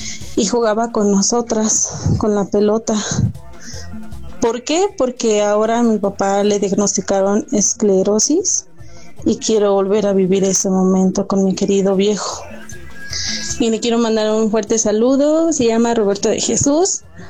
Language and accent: Spanish; Tepatitlán, Jalisco, Mexico; Soy de aquí de San Lorenzo, Tepatitlán.